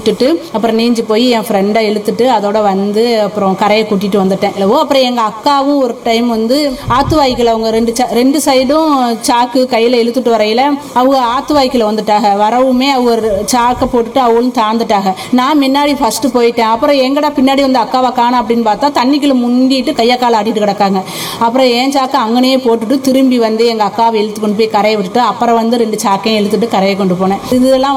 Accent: Narikuzhi, Tamil Nadu, India; born there; நான் பிறந்த ஊர் வந்து நரிக்குழி அப்படின்னு ஒரு கிராமத்தில் தான் நான் பிறந்தேன்.

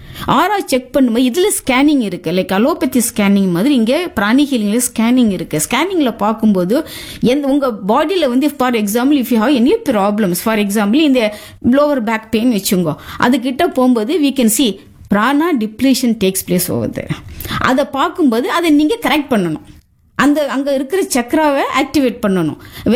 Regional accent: Tamil Nadu, India; born there; நான் வந்து தமிழ்நாடு பொண்ணு. ஆக்சுவலி தமிழ்நாட்டில் தானே நாங்க பிறந்தோம்.

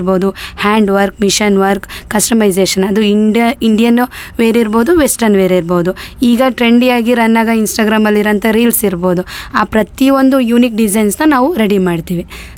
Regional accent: Muttinakoppa, Karnataka, India; moved away as an adult; now in Shivamogga, India; ನಾನು ಬಂದ್ಬಿಟ್ಟು N R ಪುರ ಅಂತ, ಮುತ್ತಿನಕೊಪ್ಪ ನಮ್ಮ ನೇಟಿವು, ನನ್ನ ತವ್ರ ಮನೆ. ನನ್ನ ಮ್ಯಾರೇಜ್ ಶಿವಮೊಗ್ಗದಲ್ಲಿ ಮಾಡಿಕೊಟ್ರು. ಸೊ ಅವಾಗಿಂದ ಇಲ್ಲೇ ಶಿವಮೊಗ್ಗದಲ್ಲೇ ಸ್ಟೇ ಆಗಿದ್ದೀನಿ.

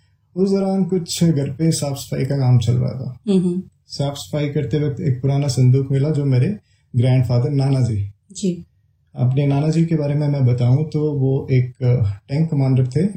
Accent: Kangra, Himachal Pradesh, India; born there; also born or lived in Ropar, Punjab; मैं नगरोटा सूर्या के समीप एक कटोरा गांव है, वहाँ का रहने वाला हूँ।

